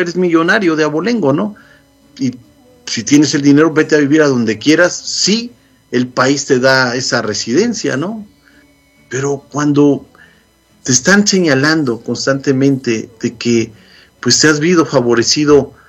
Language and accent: Spanish; Mexico; now in United States; como mexicano lo digo